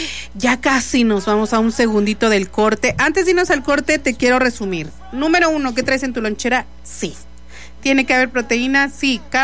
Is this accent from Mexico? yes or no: yes; Mexico; Yo sé que somos mexicanos y el huevito es diario